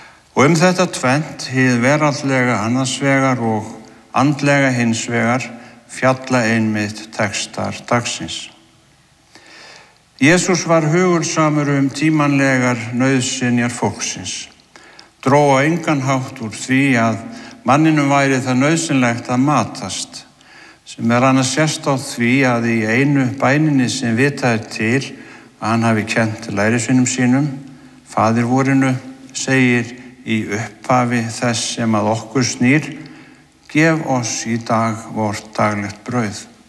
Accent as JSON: {"language": "Icelandic", "town": "Siglufjörður", "region": "Northeastern Region", "country": "Iceland", "tie": "born or raised there"}